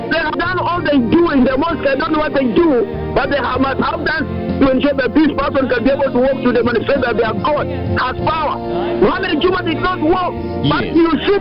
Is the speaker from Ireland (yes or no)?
no; Kenya; I repent very much for what I've done as a Kenyan.